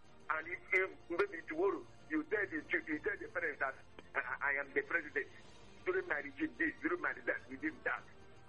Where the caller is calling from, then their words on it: Aba, Abia, Nigeria; I'm calling from Abba.